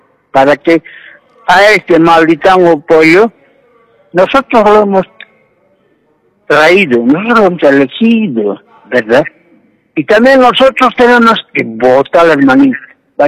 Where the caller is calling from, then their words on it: Cochabamba, Bolivia; Soy de Cochabamba. Vivo en Villa, zona sur de la casa.